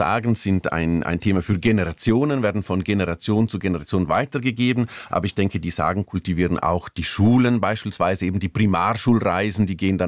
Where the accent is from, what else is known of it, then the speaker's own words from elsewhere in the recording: Zuoz, Graubünden, Switzerland; Oder auch den Riesen, der hinter dem Berg Bizmezem in Zuz, wo ich aufgewachsen bin, sitzt.